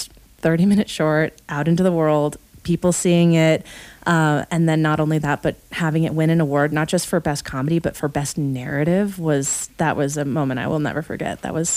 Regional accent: San Diego, California, United States; moved away as an adult; also born or lived in New York City; I grew up in San Diego, and I didn't really have a film community.

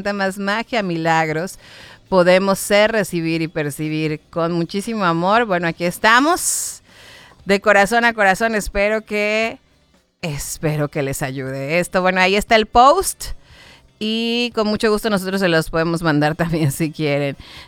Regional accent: Mexico; solo soy mexicana. Una mexicana que quiere ver ganar a la selección.

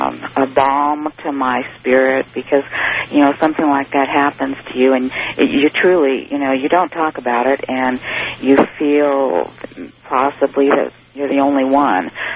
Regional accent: West Coast, United States; moved away; I didn't grow up in this area. I have ties back there, but I grew up on the West Coast.

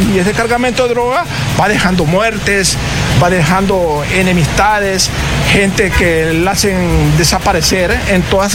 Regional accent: Honduras; todos nos unamos como hondureños

